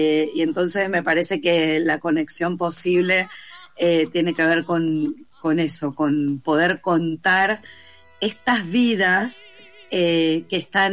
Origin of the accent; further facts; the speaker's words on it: Lanús, Buenos Aires Province, Argentina; born there; yo soy nacida en Lanús, y cuando yo empecé muy joven, muy chica, a ir a estudiar teatro a la ciudad de Buenos Aires